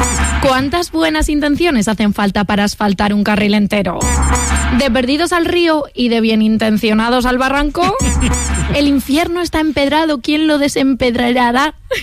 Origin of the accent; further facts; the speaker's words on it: Madrid, Community of Madrid, Spain; Bueno, metafóricamente me llevó en realidad al centro de salud, que siendo madrileña quizás sí que era el infierno, la verdad.